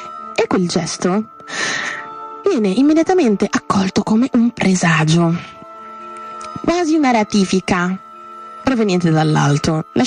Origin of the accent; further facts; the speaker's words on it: Bologna, Emilia-Romagna, Italy; almeno a Bologna, essendo io bolognese, sono abituata a dire anche bandessa